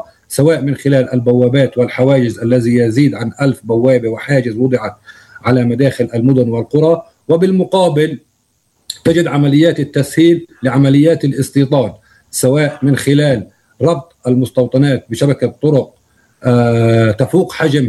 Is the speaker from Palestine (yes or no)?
yes; Palestine; نحن كفلسطينيين